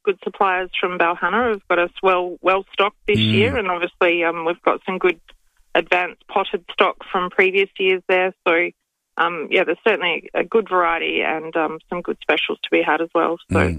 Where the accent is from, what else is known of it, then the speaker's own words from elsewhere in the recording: Victoria, Australia; I'm originally from Western Victoria, so there you go.